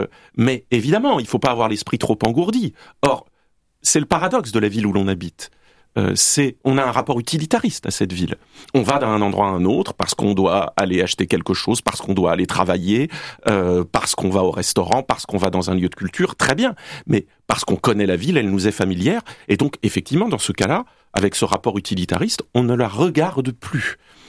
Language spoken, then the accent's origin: French; Bordeaux, Nouvelle-Aquitaine, France; C'est parce que je suis bordelais, bien sûr